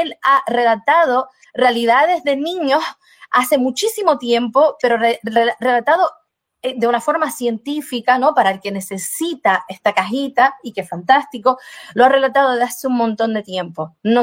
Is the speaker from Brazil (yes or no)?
yes; Brazil; Spanish is a second language; Yo soy indígena, yo soy brasileña, natural brasileña, yo soy indígena.